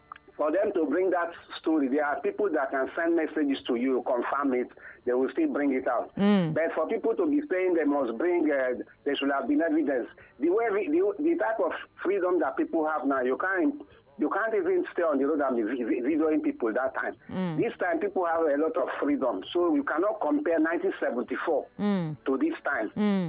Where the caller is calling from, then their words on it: Ikorodu, Lagos, Nigeria; I'm calling from Ikorodu.